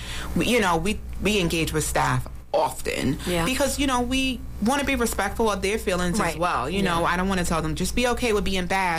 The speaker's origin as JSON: {"language": "English", "town": "Brooklyn", "region": "New York", "country": "United States", "said": "But as I like to tell my staff, you know, I'm from Brooklyn."}